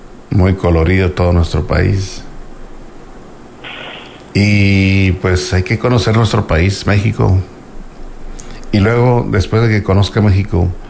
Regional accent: Cuba; Cuba. Las cubanas, soy una cubana.

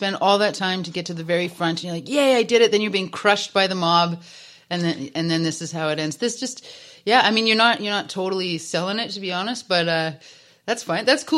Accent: Alberta, Canada; but I grew up in Alberta

